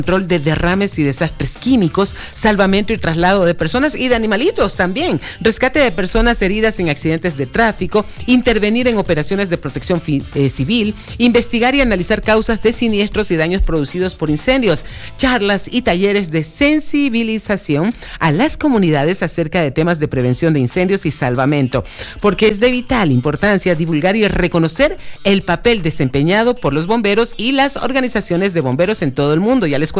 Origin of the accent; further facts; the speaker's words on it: Panama; mi tierra, Panamá